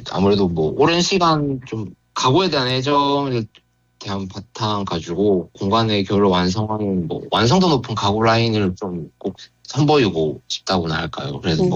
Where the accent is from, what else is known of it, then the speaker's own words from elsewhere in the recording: Ulsan, South Korea; 울산 토박이지만